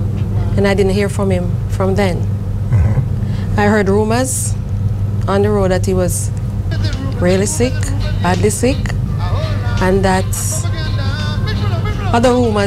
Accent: Fruitvale, Portland, Jamaica; moved away; country girl, because I'm actually from Portland.

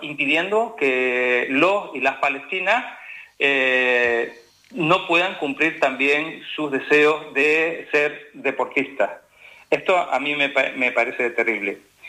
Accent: Canary Islands, Spain; Yo, como canario, abierto al mundo

